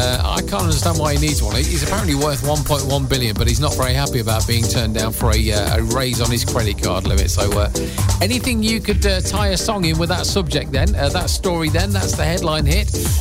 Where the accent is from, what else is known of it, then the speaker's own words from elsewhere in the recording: United Kingdom; Yes, stop that, we're British.